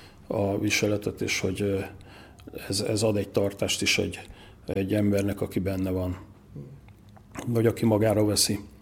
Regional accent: Hungary; mi nem vesszük sok esetben elég komolyan azt, hogy magyarok vagyunk

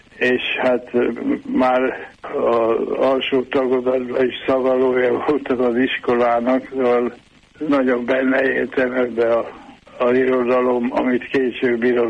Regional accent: Iszkáz, Veszprém County, Hungary; born or raised there

